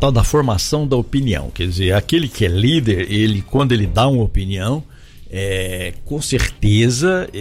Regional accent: Brazil; nós então somos brasileiros

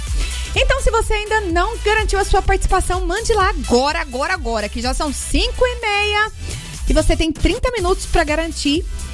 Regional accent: Anápolis, Goiás, Brazil; born there; also born or lived in Brasília; now in Goiânia, Brazil; sou de Anápolis, nasci em Anápolis, morei em Brasília, voltei pra Goiânia, tem 10 anos que eu estou aqui, nessa terra amada. Sou goiana do pé rachado

